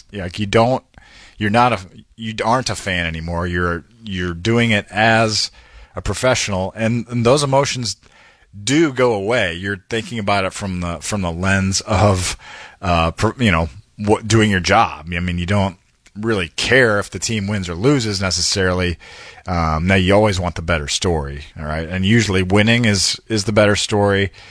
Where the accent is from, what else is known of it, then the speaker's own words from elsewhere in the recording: Iowa City, Iowa, United States; I grew up in Iowa City. I grew up rooting for the Hawkeyes.